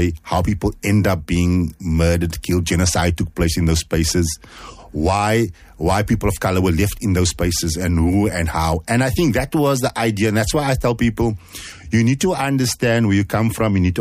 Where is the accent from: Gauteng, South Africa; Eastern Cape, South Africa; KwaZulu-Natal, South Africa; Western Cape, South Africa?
Western Cape, South Africa; Cape Town; I'm from the Cape Flats